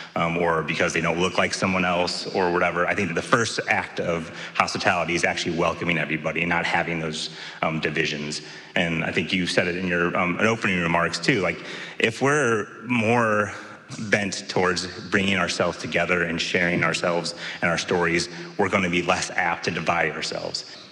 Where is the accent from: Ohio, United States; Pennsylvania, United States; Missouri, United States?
Missouri, United States; St. Louis; Yeah, I grew up in a restaurant, which helps a lot. I am from St. Louis, Missouri. I was born and raised